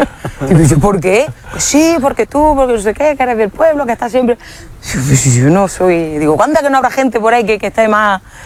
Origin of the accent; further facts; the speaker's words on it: Villanueva, Spain; Sí, yo soy muy de mi pueblo, yo soy muy de de Villanueva